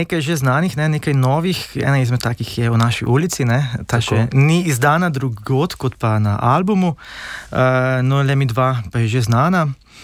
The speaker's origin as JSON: {"language": "Slovenian", "country": "Slovenia", "said": "Nam v vzhodni polovici Slovenije se zdi, da Primorci delate drugačno."}